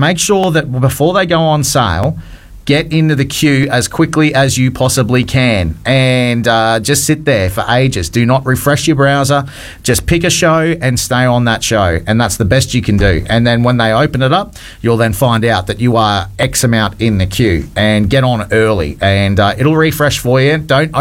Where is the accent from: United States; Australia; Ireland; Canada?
Australia; Cairns, Queensland; my hometown of Cairns.